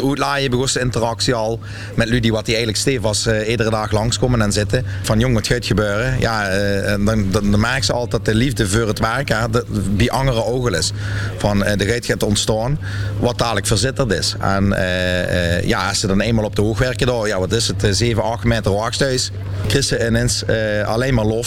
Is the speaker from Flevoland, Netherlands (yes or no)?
no; Sittard, Limburg, Netherlands; also born or lived in Bergen; beetje min of meer opgegroeid in Sittard. Ik ben al vanaf mijn 11e eigenlijk immer in Sittard geweest. Ik ben zelf van Bergen de Maas. Ik heb hier op de ambachtschool gezeten.